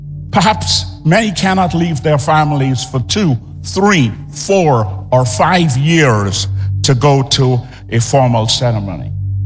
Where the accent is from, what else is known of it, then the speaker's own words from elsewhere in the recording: Guyana; now in Florida, United States; I bring you greetings from my home country of Guyana